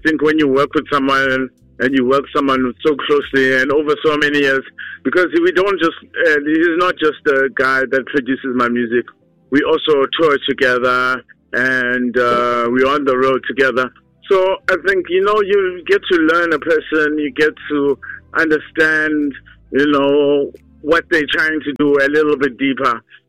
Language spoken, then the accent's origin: English; Tsolo, Eastern Cape, South Africa; I write a lot about where I come from and how I grew up. I think growing up in Eastern Cape, there's a lot to draw from.